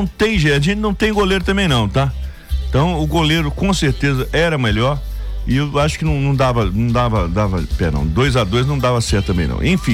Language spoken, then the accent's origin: Portuguese; Brazil